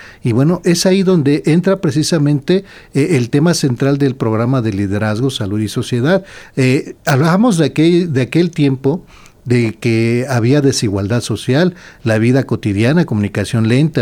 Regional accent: Mexico; como mexicanos tenemos ese orgullo

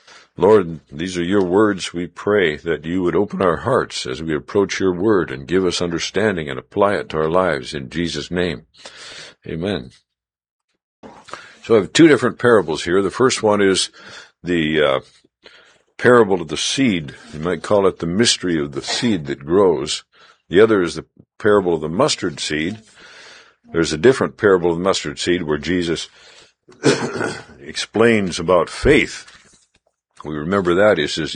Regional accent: Mesa, Arizona, United States; also born or lived in Latin America; from Mesa, Arizona.

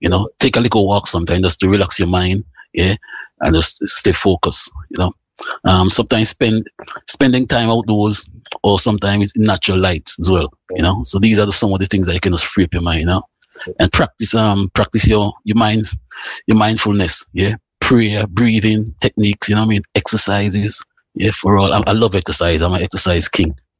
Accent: Montserrat; now in United Kingdom; So, first of all, yeah, I'm from Montserrat. Been here in the UK for a long time, about 27, 28 years.

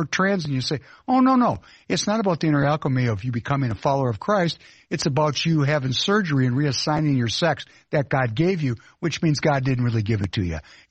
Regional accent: Ukraine; first language ru; English is a second language; because I am from the Ukraine, and the first language in my home was Russian, and the second language in my home was Yiddish, and then Hebrew, and then English.

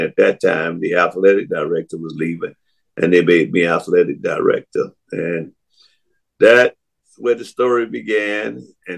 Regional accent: Miami, Florida, United States; also born or lived in Tallahassee; I was born in Tallahassee, Florida, but I later moved to Miami, and I went to Booker T. Washington High School in Miami, and there I participated in sports.

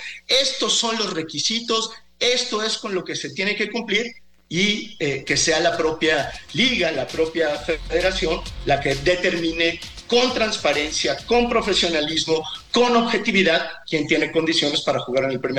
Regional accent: Guadalajara, Jalisco, Mexico; yo soy de Guadalajara, simpatizo por supuesto con los Leones Negros, aunque le voy a las Chivas, pero tengo un profundo cariño por los Leones Negros.

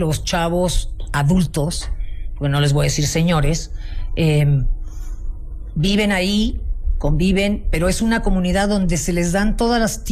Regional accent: Mexico City, Mexico; México. En mi querida Ciudad de México.

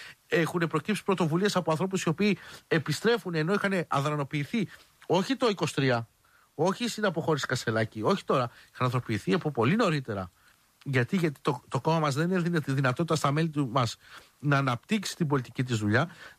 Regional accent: Kapandriti, Attica, Greece; Να μην πηγαίνουμε στην οργάνωση μελών καπαδρυτίου, σας λέω που είναι το χωριό μου

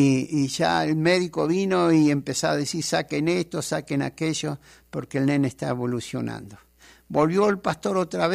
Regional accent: Santa Rosa, La Pampa, Argentina; De Argentina, Santa Rosa La Pampa.

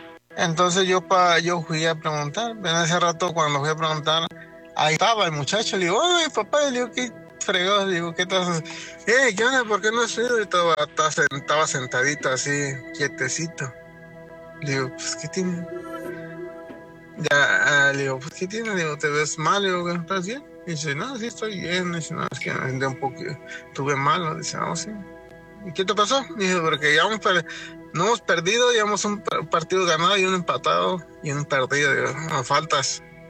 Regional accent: San Luis Potosí, Mexico; now in Las Vegas, United States; yo creo que tenía como 10, 11 años. Yo vengo de... soy nativo de San Luis Potosí. Mi papá tenía su terreno donde vivíamos, tenía un terreno grande.

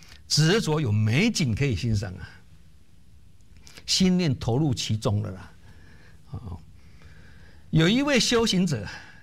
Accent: Keelung, Taiwan; 以前我小时候呢，我老家是在基隆，

